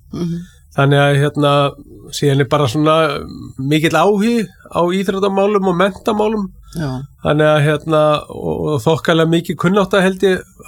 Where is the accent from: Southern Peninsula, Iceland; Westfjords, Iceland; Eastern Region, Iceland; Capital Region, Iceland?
Southern Peninsula, Iceland; Keflavík; nýorðin 50-ur, borinn á Badfætur, Reykjanesbæ.